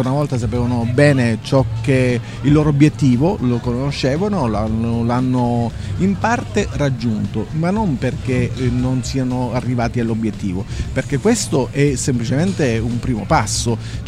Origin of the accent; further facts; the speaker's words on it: Belvedere Marittimo, Calabria, Italy; Io sono di Belvedere Marittimo.